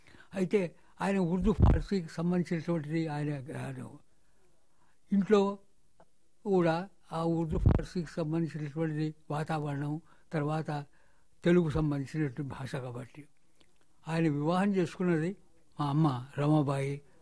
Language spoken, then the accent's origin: Telugu; Madikonda, Telangana, India; first language Marathi, Urdu and Telugu; also born or lived in Warangal; నా బాల్యం వరంగల్ పట్టణంలో పడి మొదలైంది కొద్ది ఆలస్యంగా, కానీ దగ్గర ఉన్నటువంటి మడికొండలో పడి నాకు పరిసరాల అవగాహన కలిగినప్పటి నుంచి మడికొండలో ఉన్నాను